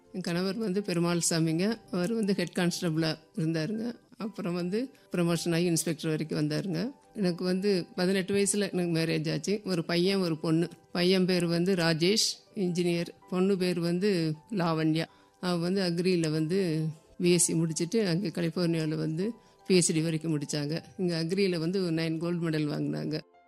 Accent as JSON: {"language": "Tamil", "town": "Mathanayakkampatti", "region": "Tamil Nadu", "country": "India", "tie": "born there", "lives_now": "Coimbatore, India", "said": "கோயம்புத்தூர்லேருந்து வந்திருக்கிறேங்க. நான் வந்து பிறந்த ஊர் வந்து விருதுநகர் மாவட்டத்தில் மாத்தநாயக்கம்பட்டின்னு ஒரு சிற்றூர் தான்."}